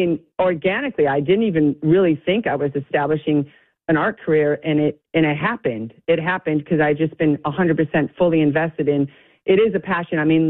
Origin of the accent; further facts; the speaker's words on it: New York City, New York, United States; And I'm forever, I'm a New Yorker. I love New York City.